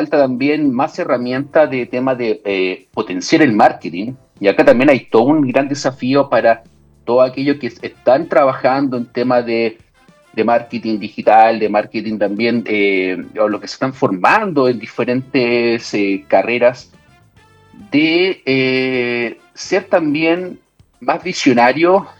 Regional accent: Chile; nosotros mismos como chilenos

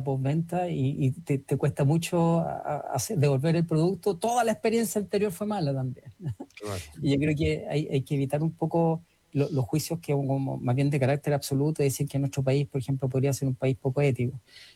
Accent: Chile; De un país que somos chilenos, en vez de decir yo tengo mis derechos

